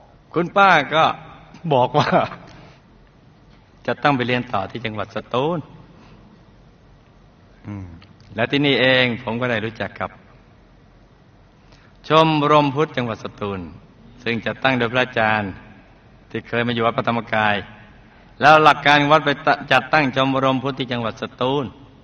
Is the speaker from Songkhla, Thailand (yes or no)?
yes; Songkhla, Thailand; born or raised there